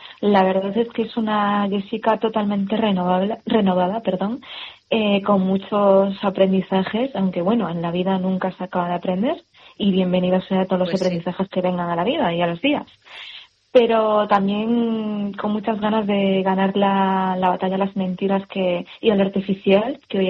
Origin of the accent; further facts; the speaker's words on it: Outes, Galicia, Spain; ¿pero de dónde eres? De Galicia. ¿Pero de qué parte de Galicia? De Outes.